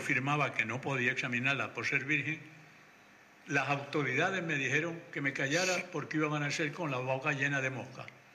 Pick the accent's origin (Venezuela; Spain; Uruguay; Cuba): Venezuela; born there; referente a Venezuela, tu tierra, y yo le respondí, no, no, yo nací allí, pero mi tierra es España.